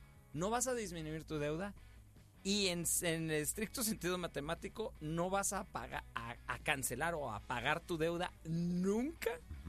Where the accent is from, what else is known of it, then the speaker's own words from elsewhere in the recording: Guadalajara, Jalisco, Mexico; also born or lived in Culiacán; Sí, es la es una de las razones por las que yo me fui a vivir a Culiacán. Yo soy de Guadalajara, pero me fui a Culiacán.